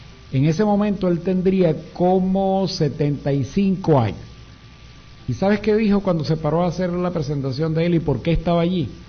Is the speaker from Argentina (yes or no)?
no; Irapa, Sucre, Venezuela; now in Cumaná, Venezuela; Yo soy de Irapa, aquí de nuestro estado.